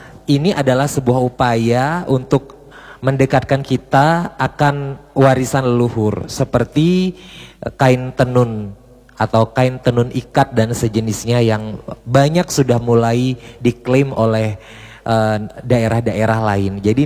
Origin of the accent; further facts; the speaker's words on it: Bali, Indonesia; kita sebagai warga Provinsi Bali yang taat akan aturan